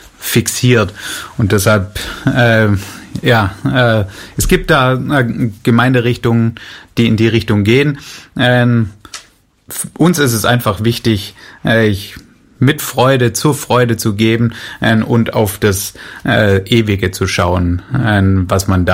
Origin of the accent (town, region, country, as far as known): Swabia, Germany